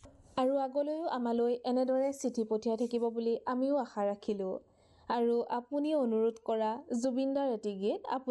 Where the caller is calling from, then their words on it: Phulaguri, Assam, India; মোৰ ঘৰ ফুলগুৰিত।